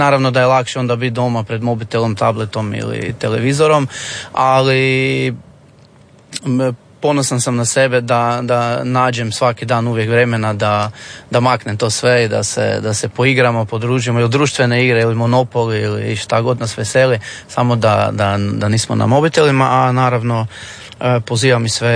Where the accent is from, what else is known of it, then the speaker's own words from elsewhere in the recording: Čakovec, Međimurje County, Croatia; ja sam iz Čakovca u svojem gradu